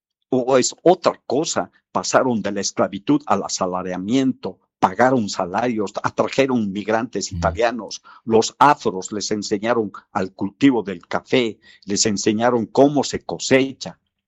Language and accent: Spanish; Bolivia